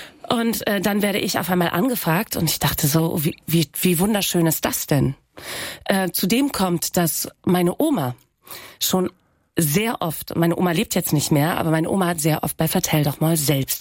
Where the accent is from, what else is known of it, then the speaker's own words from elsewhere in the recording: Aurich, Lower Saxony, Germany; accent: Aurich Low German; first language Low German; also born or lived in Oldenburg; now in Hamburg, Germany; ich komme aus einem plattdeutschen Haushalt. Mhm. Natürlich, also ich komme aus Ostfriesland. Ja, das Plattdeutsche ist ein anderes.